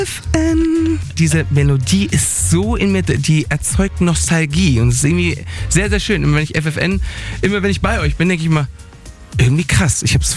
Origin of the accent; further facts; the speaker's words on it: Spain; moved away; Ich bin ja in Spanien aufgewachsen